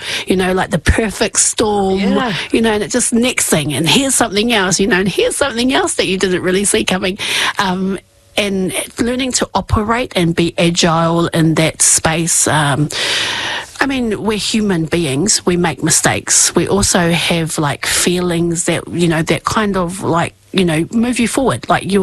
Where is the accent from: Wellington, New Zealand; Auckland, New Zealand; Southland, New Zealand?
Wellington, New Zealand; Masterton; born and bred in Masterton, you know, Masterton is our town